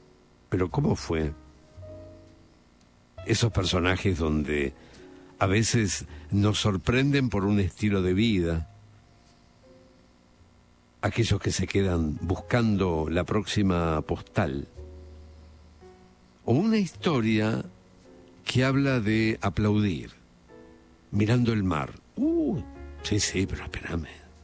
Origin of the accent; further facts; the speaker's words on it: Bolívar, Buenos Aires Province, Argentina; Soy pescador de laguna desde muy pequeño. Yo crecí en Bolívar.